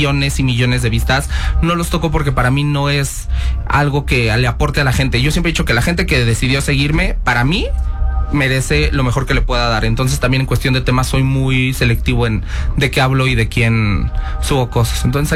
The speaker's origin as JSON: {"language": "Spanish", "town": "San Cristóbal de las Casas", "region": "Chiapas", "country": "Mexico", "said": "Yo viví en mi pueblo, Deli, allá en San Cristóbal de las Casas."}